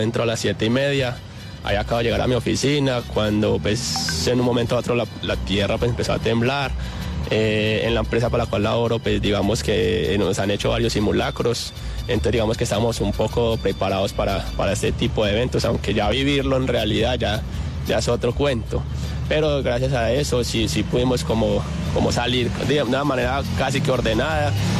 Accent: Colombia; somos Colombia.

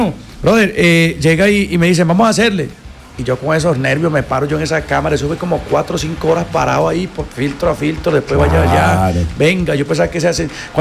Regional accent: Venezuela; now in Colombia; O sea, yo empecé de cero acá en Colombia.

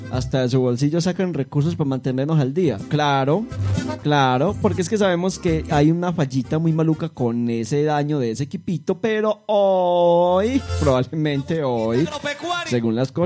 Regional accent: Paisa region, Colombia; si no fuéramos paisas berracos

